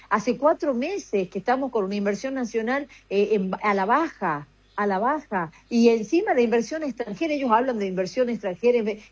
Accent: Argentina

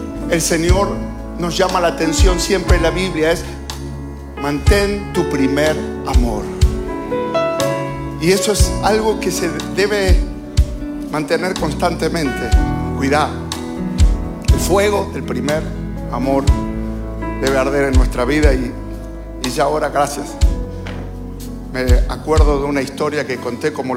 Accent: Buenos Aires, Argentina; Era bien jovencito. Me crié en la Capital Federal, así que yo nunca hice asado.

